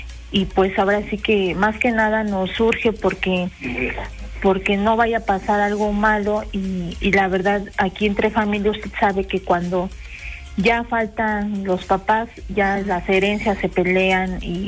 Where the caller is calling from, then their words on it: Puebla, Mexico; hablo de Puebla, de la colonia Balcones del Sur.